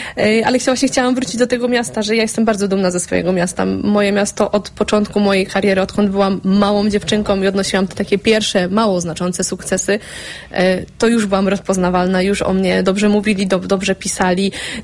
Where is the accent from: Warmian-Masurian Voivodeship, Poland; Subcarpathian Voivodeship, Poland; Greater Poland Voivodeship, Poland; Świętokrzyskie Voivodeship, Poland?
Greater Poland Voivodeship, Poland; Kalisz; u nas w Kaliszu